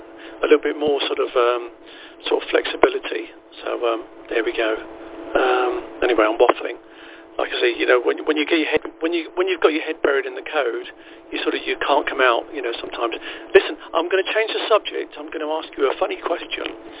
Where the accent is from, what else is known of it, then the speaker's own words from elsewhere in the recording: London, United Kingdom; moved away as an adult; now in Suffolk, United Kingdom; So I was brought up in Kennington, so I lived in Kennington. Let's see, my parents probably moved there in about 1964. So from about 1964 to about 1980-something.